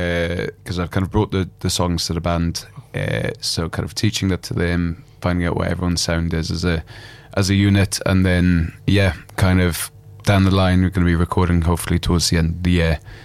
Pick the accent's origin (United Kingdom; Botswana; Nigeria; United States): United Kingdom; Wales; So I guess it's kind of like new Americana, kind of rooted, as I'm from Wales, kind of rooted in folk as well, really.